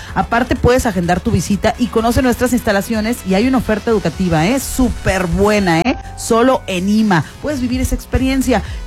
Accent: Mexico

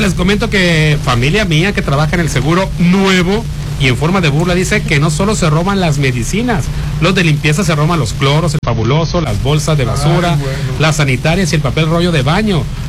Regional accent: Mexicali, Baja California, Mexico; Soy de Mexicali y tuve que enfrentar esa terrible situación en una ciudad que no conozco

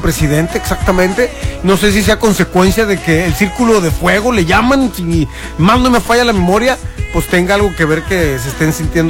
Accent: Mexico; los que somos mexicanos

